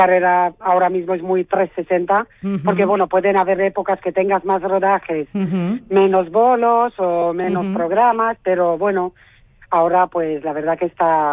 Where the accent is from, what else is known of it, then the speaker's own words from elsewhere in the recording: Romania; now in Spain; de rumana a española, porque soy bastante española, entonces es transitas, ¿no?, de un punto a otro.